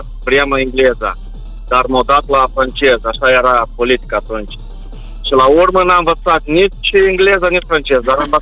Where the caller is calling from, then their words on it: Chișinău, Moldova; Sunt din Chișinău.